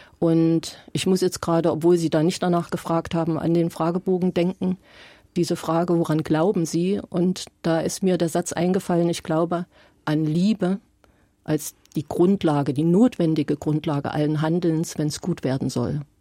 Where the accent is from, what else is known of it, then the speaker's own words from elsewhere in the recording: Thuringia, Germany; born there; moved away; also born or lived in Ore Mountains, Saxony; Ich bin in Thüringen aufgewachsen und dann ins Erzgebirge verfrachtet worden, weil meine Mutter noch mal geheiratet hat.